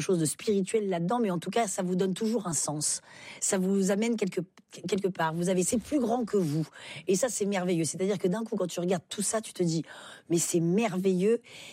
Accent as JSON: {"language": "French", "region": "Occitanie", "country": "France", "said": "Oui, il faut dire que je viens des Cévennes. Mmh. Donc, j'étais plutôt gardienne de chèvres."}